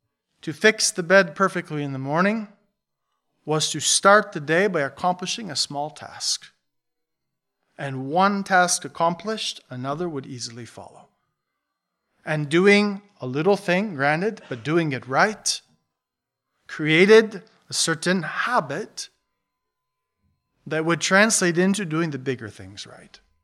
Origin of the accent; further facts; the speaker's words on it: Buffalo, New York, United States; We grew up in Buffalo, south of Buffalo